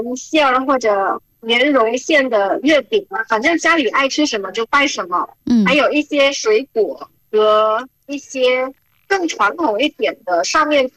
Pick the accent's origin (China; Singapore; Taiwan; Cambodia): Cambodia; 虽然说我从小就在柬埔寨出生，但是呢，我的家庭还是有华人血统的。